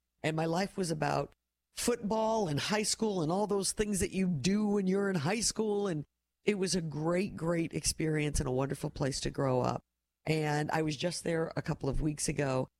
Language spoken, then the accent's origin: English; Missouri, United States; We're both from Missouri, and he's been on this journey with me, and it's great.